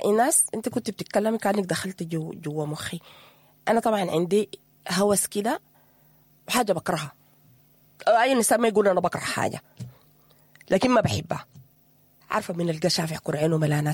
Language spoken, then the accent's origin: Arabic; Sudan; لكن احنا كمرأة سودانية خلاص اتزوجتي